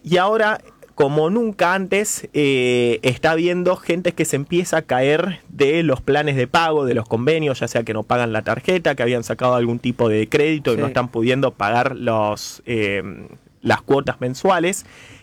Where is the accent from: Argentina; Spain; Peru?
Argentina